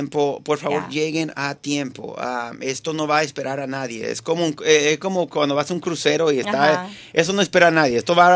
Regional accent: Venezuela; now in United States; yo como venezolano

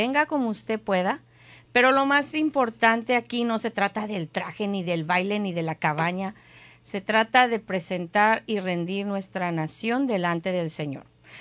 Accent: Mexico; now in United States; Yo sigo siendo mexicana

